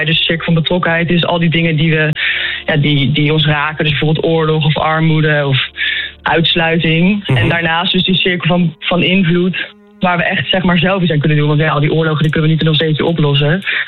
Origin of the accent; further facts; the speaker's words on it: Utrecht, Netherlands; Ik ben een student uit Utrecht.